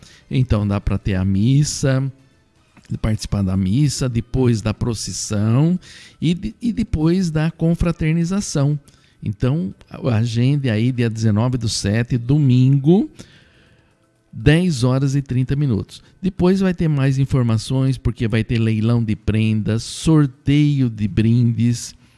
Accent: Brazil; bairro do Matão, de Nossa Senhora do Carmo, onde eu vivi, onde eu nasci, me criei e vivi e ainda vivo intensamente o amor por aquele bairro. E também onde eu fiz lá a primeira Eucaristia, o sacramento do Crisma também.

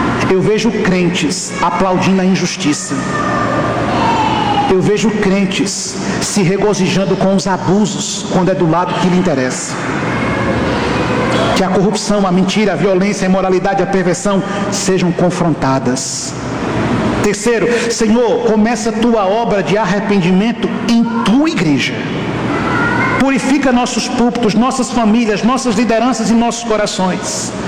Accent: Brazil; Nós somos brasileiros por providência.

